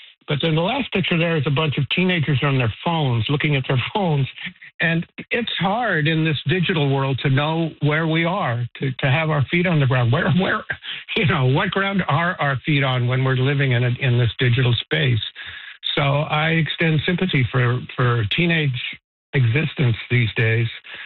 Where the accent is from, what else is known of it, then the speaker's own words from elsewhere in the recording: Grand Manan, New Brunswick, Canada; also born or lived in Manhattan, United States; But I grew up on Grand Manan and in Manhattan.